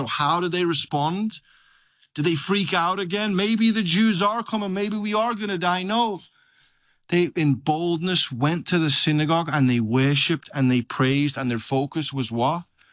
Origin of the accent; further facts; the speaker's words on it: England, United Kingdom; moved away; where I grew up in England.